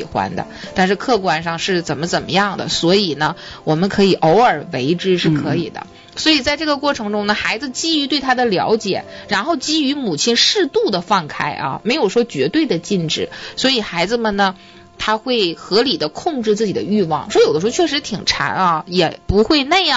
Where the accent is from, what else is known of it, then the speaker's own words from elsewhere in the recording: Northeast China, China; 我们东北话叫耍驴是吧